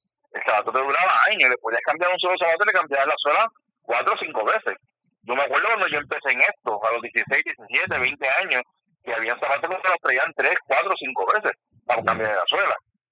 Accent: Bayamón, Puerto Rico; born there; Yo soy de Bayamón, nacido en Bayamón.

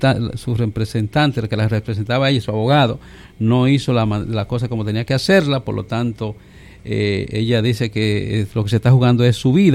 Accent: Dominican Republic; en nuestro país y en todas partes, en República Dominicana

